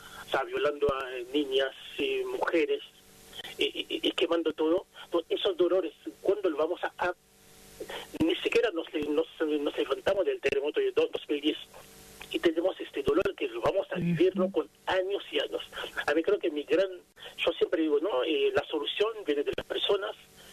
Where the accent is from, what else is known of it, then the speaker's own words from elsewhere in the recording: Haiti; Spanish is a second language; now in Rosario, Argentina; No me siento extranjero, como me siento un haitiano rosarino.